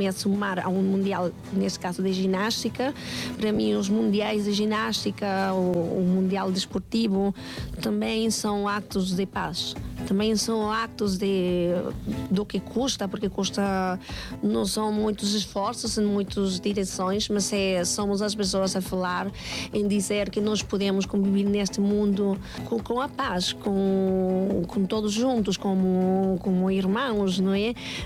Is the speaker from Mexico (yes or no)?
yes; Mexico; Portuguese is a second language; now in Portugal; portanto o meu México está no coração e o Portugal é na minha terra, mas também é o meu coração, mas é a minha terra também agora, é a minha casa